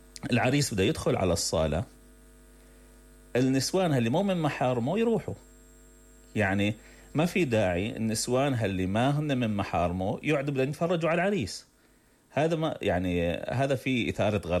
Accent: Syria; عندنا في الشام

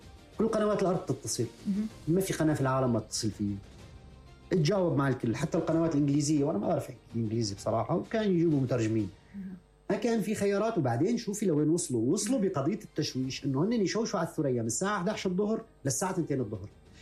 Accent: Syria; استشهدوا في مجزرة شهيرة اسمها مجزرة بودمايا في قريتنا.

